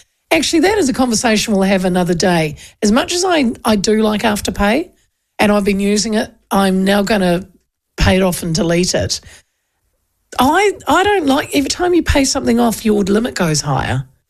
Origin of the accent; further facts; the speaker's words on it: Hastings, South East England, United Kingdom; I'm from Hastings.